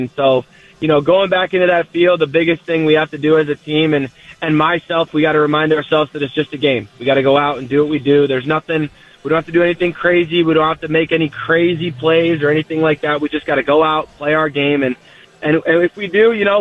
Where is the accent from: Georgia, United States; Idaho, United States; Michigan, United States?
Michigan, United States; born or raised there; now in Nashville, United States